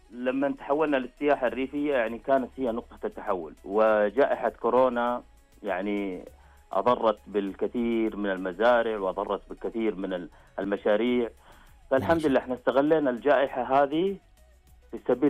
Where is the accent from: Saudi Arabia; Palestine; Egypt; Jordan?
Saudi Arabia; Taif, Makkah Province; moved away; فقلت لازم نرجع ونشوف الديرة. رجعنا لديرتنا في عام 2016، فوجدتها أجمل بكثير، تضاريسها، مناخها، أرضها، فواكهها، كل شيء